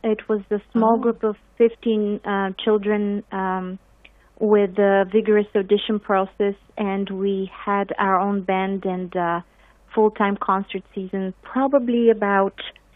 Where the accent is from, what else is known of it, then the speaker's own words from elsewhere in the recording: Sofia, Sofia City, Bulgaria; moved away as an adult; now in Canada; I began my training in Bulgaria. I was born and raised in Sofia, the capital, and lived there until the age of 18.